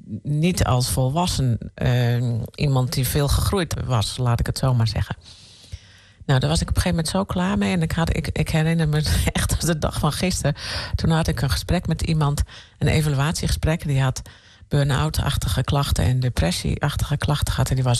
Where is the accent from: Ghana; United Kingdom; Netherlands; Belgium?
Netherlands; northern Netherlands; accent: northern; now in Eindhoven area, Netherlands; Mensen zouden het niet denken aan mijn tongval. Ik heb een noordelijke tongval, maar ik woon nu helemaal in Noord-Brabant. Vlakbij Eindhoven.